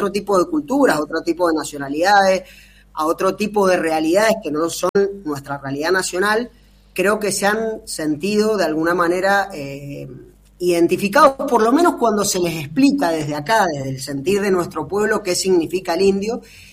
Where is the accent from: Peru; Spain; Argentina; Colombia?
Argentina; now in Mendoza, Argentina